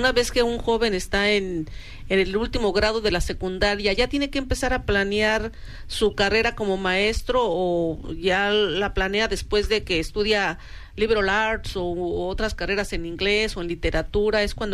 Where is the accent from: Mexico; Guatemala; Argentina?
Mexico; now in United States; Porque yo me sigo considerando como mexicana. Ajá. O sea, ya me hice ciudadana americana, tengo 33 años aquí, sí. Pero... mi identidad es mexicana.